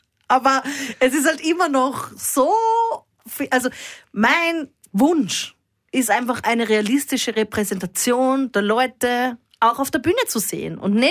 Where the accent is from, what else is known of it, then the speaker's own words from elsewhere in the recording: Upper Austria, Austria; ich komme aus Oberösterreich